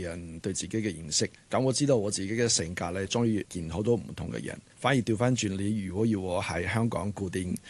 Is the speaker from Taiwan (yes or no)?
yes; Taiwan; now in Hong Kong; 一開始其實爹哋媽咪都俾咗我好大嘅空間做選擇，留翻喺台灣省或者過嚟香港。咁我自己就希望見識多啲出面嘅機遇啦，所以我就選擇嚟香港。